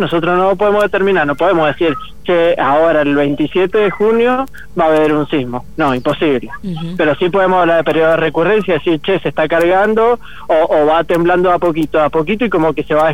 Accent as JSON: {"language": "Spanish", "region": "Mendoza", "country": "Argentina", "said": "a nosotros como mendocinos nos salieron"}